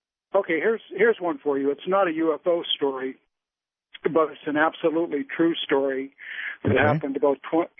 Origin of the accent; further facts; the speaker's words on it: East Coast, United States; moved away; Back in the late 50s, early 60s, I was a youngster back east